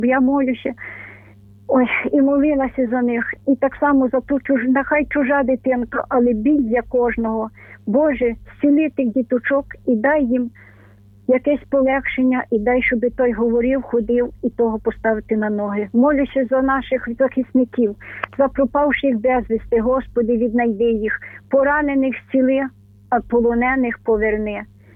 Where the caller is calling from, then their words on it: Ternopil Oblast, Ukraine; Тернопільщина.